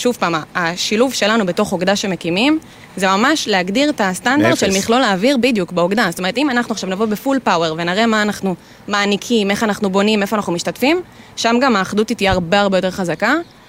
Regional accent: Northern Israel, Israel; now in Central Israel, Israel; אז אני במקום מהצפון, אני גרה במרכז

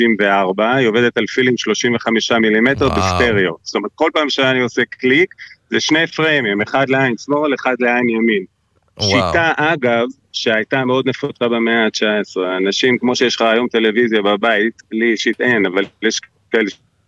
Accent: HaZorea, Northern District, Israel; במובן הזה אני קיבוצניק מהזורע.

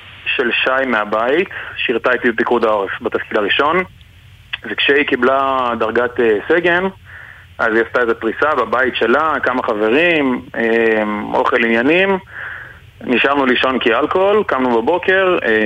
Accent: Jerusalem, Jerusalem District, Israel; שנינו בני 26, מירושלים.

